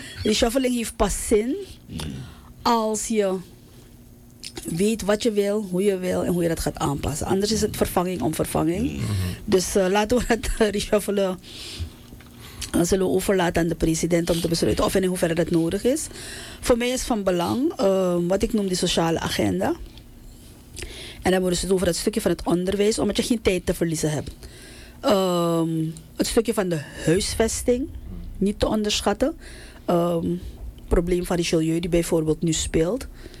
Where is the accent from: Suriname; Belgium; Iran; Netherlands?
Suriname